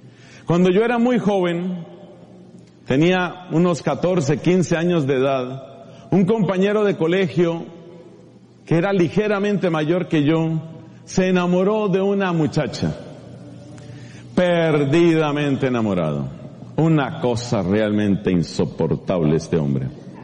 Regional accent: Colombia; moved away; yo soy colombiano.

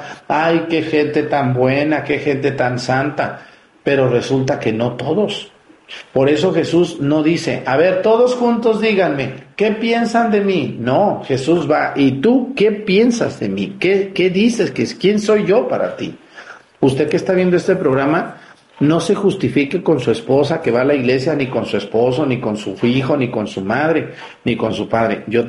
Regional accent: Mexticacán, Jalisco, Mexico; mi pueblo en Mestigacán

